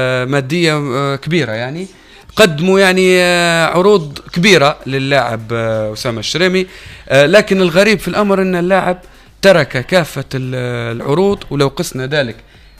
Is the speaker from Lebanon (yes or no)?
no; Libya; الناس عرفتني كليبي